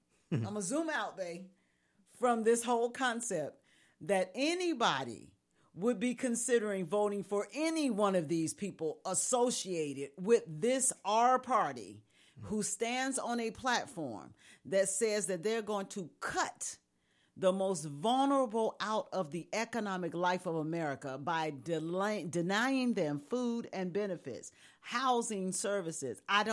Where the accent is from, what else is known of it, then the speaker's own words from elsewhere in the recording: East St. Louis, Illinois, United States; I'm from East St. Louis, my family down there.